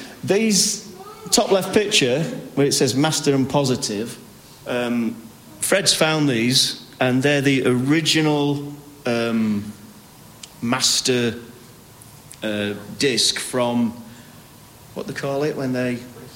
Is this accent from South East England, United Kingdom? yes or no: no; Yorkshire and the Humber, United Kingdom; we're from Yorkshire and we, you know, value for money.